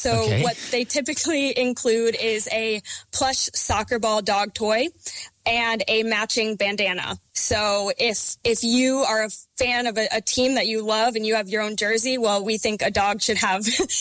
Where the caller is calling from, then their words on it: Atlanta, Georgia, United States; I'm calling from Atlanta, and I'm the founder of Floofball.